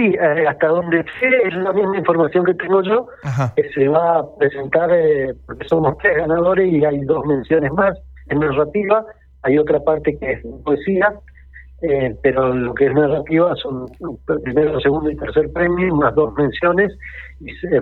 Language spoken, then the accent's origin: Spanish; Corrientes, Argentina; now in Resistencia, Argentina; De hecho, yo soy correntino.